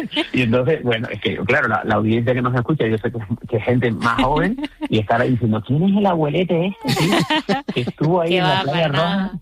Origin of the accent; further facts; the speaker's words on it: Canary Islands, Spain; nosotros, que somos canarios y que nos movemos por nuestras cumbres